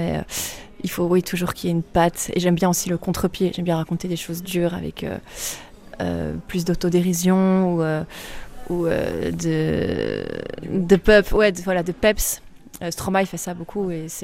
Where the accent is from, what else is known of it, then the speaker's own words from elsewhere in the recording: Brussels, Belgium; Je suis bruxelloise, je trouve que c'est une scène magnifique, intimiste.